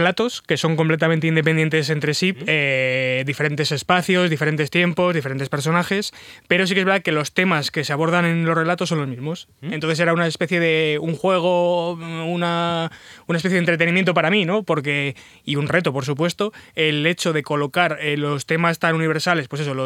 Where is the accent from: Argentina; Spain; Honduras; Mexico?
Spain; Soria, Castile and León; born there; moved away; el viernes fue en Soria, que es mi ciudad natal